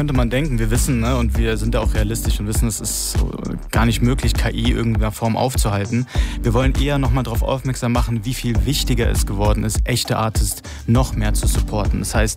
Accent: Berlin, Germany; Wir kommen ja ursprünglich hier aus Berlin, deswegen aus der Techno-Hauptstadt.

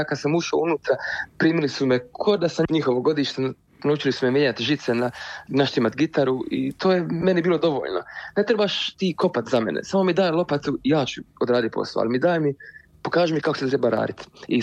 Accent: Dubrovnik, Dubrovnik-Neretva County, Croatia; mi smo iz Gruža, to je naselje u Dubrovniku.

